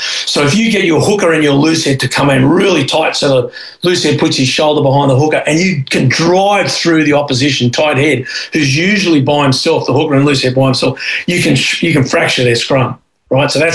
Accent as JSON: {"language": "English", "country": "Australia", "said": "So as an Australian"}